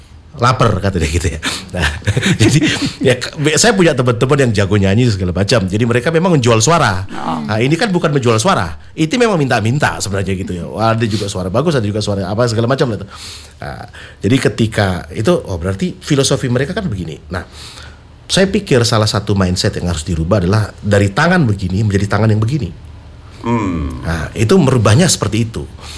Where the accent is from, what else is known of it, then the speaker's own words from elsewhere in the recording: North Sulawesi, Indonesia; born there; also born or lived in Jakarta; now in Semarang, Indonesia; saya lahir dalam suku Minahasa atau Manado, Sulawesi Utara.